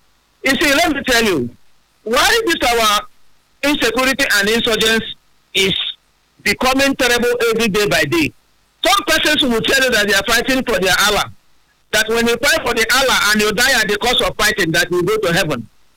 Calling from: Port Harcourt, Rivers, Nigeria; I'm calling from Port Harcourt.

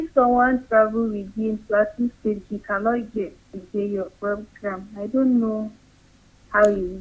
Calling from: Plateau, Nigeria; From Oshi.

